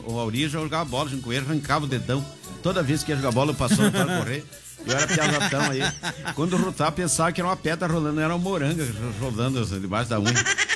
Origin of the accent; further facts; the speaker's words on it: Paraná, Brazil; Por que a gente detecta já a pessoa que não é da nossa, do Paraná? Pela voz, né?